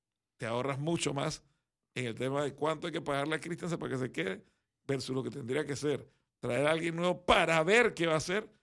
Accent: Panama; Si yo tengo que elegir hoy como panameño

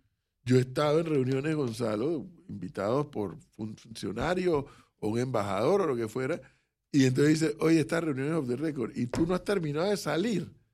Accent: Panama; como buen panameño, uno se le va la lengua.

